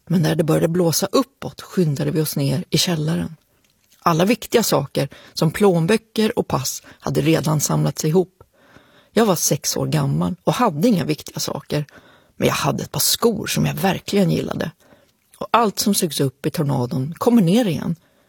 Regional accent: Sweden; born there; also born or lived in United States; Vi flyttade tillbaka till Sverige lagom till att jag skulle börja i ettan. Men nu hade jag istället glömt hur man pratar svenska. Jag hade inte sagt ett ord på 2 år. Och det skulle ta mig lång, lång tid innan jag helt blev av med min amerikanska brytning.

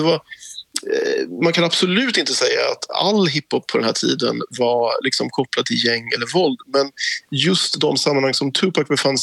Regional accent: Gothenburg, Västra Götaland County, Sweden; vi förstod nog inte allt han sa när vi var tonåringar hemma i Göteborg och lyssnade på hans texter.

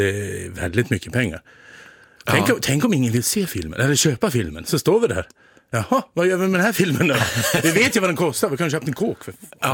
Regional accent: Alfta, Gävleborg County, Sweden; also born or lived in Bollnäs / Söderhamn; now in Gävle, Sweden; vi är ju från Alfta. Kristian och jag, Alftabyn. Sen blev det småstaden Bollnäs. Sen flyttade vi ännu längre ut mot småstaden Söderhamn. Min kollega Olle är kvar i Hälsingland, men jag flyttade hit till Gävle.

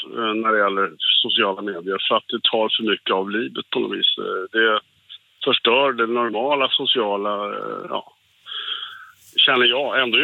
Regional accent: Stockholm, Stockholm County, Sweden; now in Västervik, Sweden; Jag är själv från Stockholm.

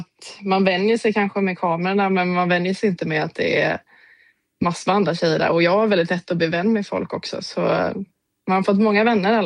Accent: Kalmar, Kalmar County, Sweden; moved away as an adult; now in Skinnskatteberg, Sweden; jag har ju växt upp i Kalmar, men vi har familjegård i Gullabo som vi har skog då. Så jag har växt upp med skogen vid sidan om

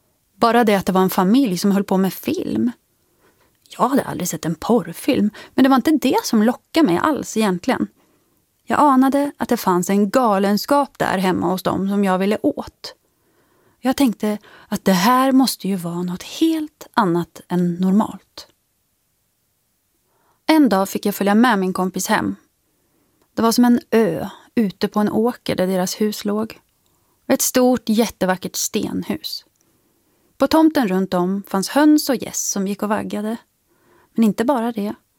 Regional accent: Katrineholm, Södermanland, Sweden; born there

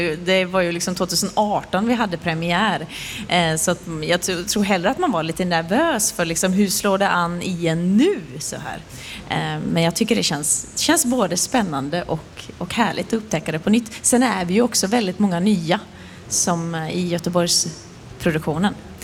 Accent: Norway; also born or lived in Gothenburg, Sweden; now in Stockholm, Sweden; jag är ju från Norge egentligen, så det här är ju min välkomststad i Sverige.

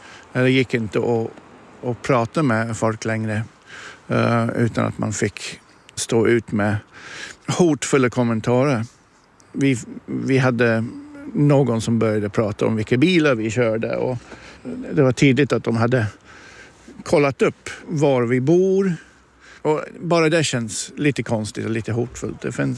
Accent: England, United Kingdom; Jag är från England.

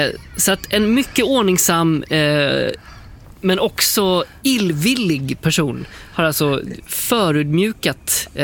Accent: Kalmar, Kalmar County, Sweden; nära där jag växte upp i Kalmar

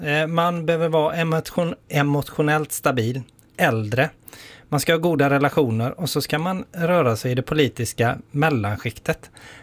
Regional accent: Västra Götaland County, Sweden; moved away as an adult; now in Halland, Sweden; jag är ju västgöte från början. Hallänning sedan nästan 20 år tillbaka. Men definierar mig nog fortfarande lite som västgöte.

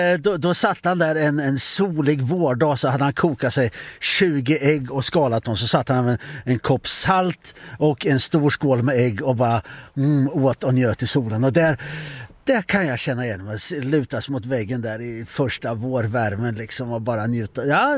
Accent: Reijmyre, Östergötland, Sweden; moved away; när jag växte upp i Reimyre.

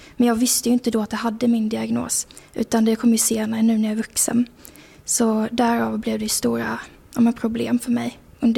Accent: Småland, Sweden; now in Västerås, Sweden; Jag flyttade till Västerås för jag är från Småland.

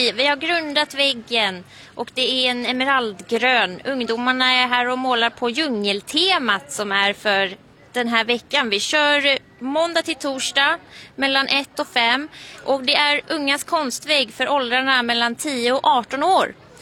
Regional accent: Stockholm, Stockholm County, Sweden; moved away as an adult; also born or lived in Malmö; när jag var ung i Stockholm så saknades lite de här platserna och jag flyttade till Malmö när jag fyllde 18. Så jag har varit i Malmö i 15 år. Så nu när jag flyttade tillbaka för ett par år sedan

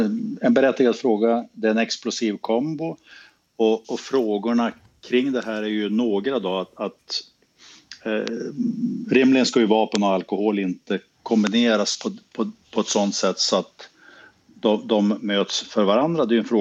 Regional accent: Skellefteå, Västerbotten County, Sweden; jag är ju själv från Skellefteå, så jag är ju inte obevandrad i jämtländsk geografi.

